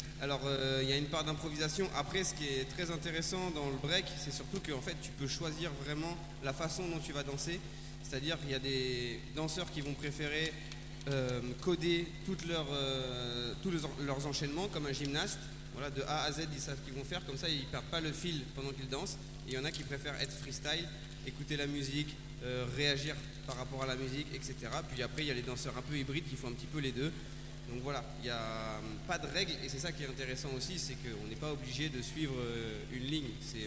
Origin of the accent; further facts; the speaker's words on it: Normandy, France; je suis normand.